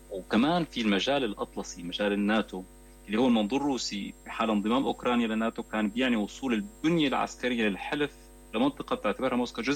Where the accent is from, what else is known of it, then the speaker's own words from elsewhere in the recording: Syria; كإنسان كسوري